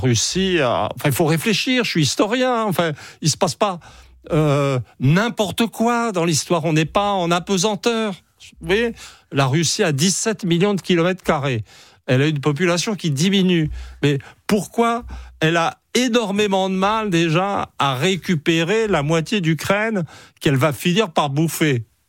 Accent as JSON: {"language": "French", "country": "France", "said": "je suis un Français et rien d'autre, et un occidental."}